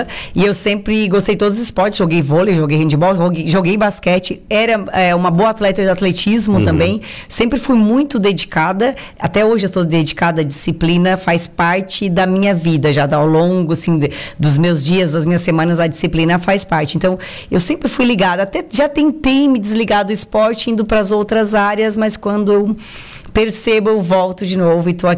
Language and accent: Portuguese; Sombrio, Santa Catarina, Brazil; moved away as an adult; now in Araranguá, Brazil; Eu tava lá na equipe de Sombrio. Eu passei a minha infância no município de Sombrio, que é um município maravilhoso, um município incrível, que investe muito no esporte.